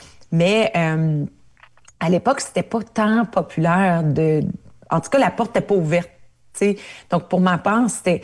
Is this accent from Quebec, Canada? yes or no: no; Ontario, Canada